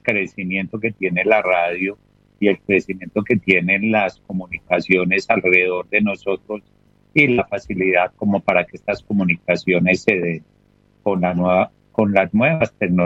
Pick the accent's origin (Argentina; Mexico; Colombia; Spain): Colombia; Pereira, Risaralda; con mi tierra, con el eje cafetero, Pereira